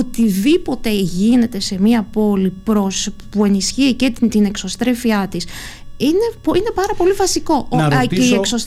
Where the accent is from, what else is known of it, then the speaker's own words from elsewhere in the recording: Greece; Ένα ιδιαίτερο χαρακτηριστικό μας ως Έλληνες